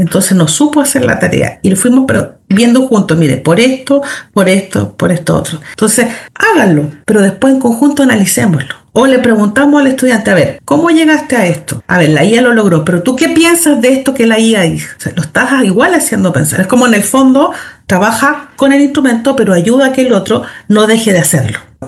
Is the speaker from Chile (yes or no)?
yes; Santiago, Santiago Metropolitan Region, Chile; now in southern Chile; soy santiaguina, que me vine al